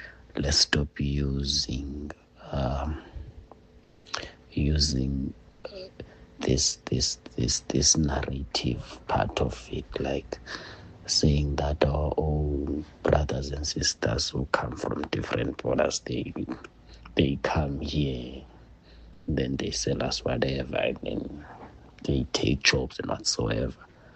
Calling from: South Africa; I'm a South African

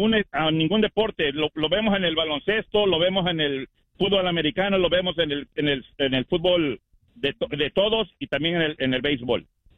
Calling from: Veracruz, Mexico; yo soy del estado de Veracruz, sí.

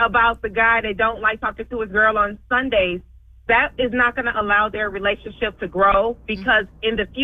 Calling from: Tampa, Florida, United States; I'm from Tampa.

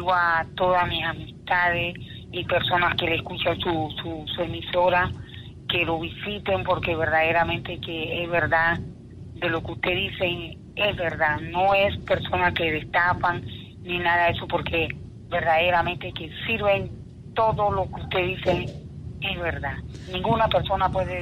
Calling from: Colón, Panama; Bueno, yo soy acá de Colón.

